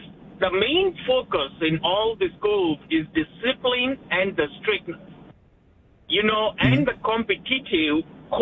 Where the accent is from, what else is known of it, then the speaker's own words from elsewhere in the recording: India; moved away; I am from India.